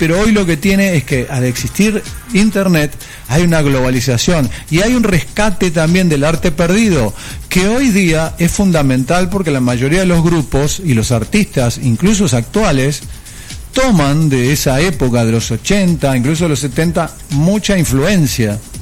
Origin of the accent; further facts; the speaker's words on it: Las Piedras, Canelones, Uruguay; also born or lived in Brazil / Belgium; now in Argentina; yo me crié en Las Piedras, en Uruguay, y acá en Argentina, los dos lugares.